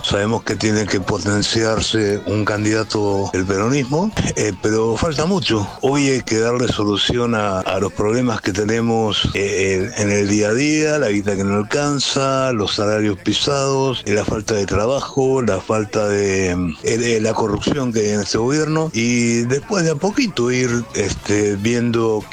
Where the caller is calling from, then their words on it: Tortuguitas, Buenos Aires Province, Argentina; de Tortuguitas.